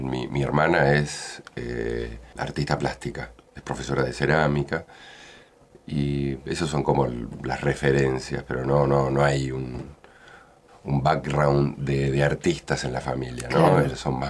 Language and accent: Spanish; Maipú, Mendoza, Argentina; moved away; Sí, es mi casa, es mi tierra y cargo energías. En cuanto puedo, vengo porque me hace bien venir a Mendoza.